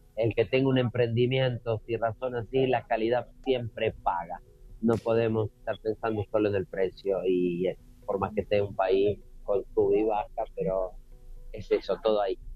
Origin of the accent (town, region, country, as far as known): Córdoba, Argentina; now in Rome, Italy